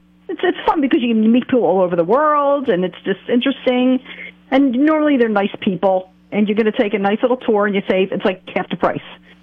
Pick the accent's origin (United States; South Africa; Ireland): United States; New Jersey; I'm from Jersey, yeah, mm-hmm, with this accent.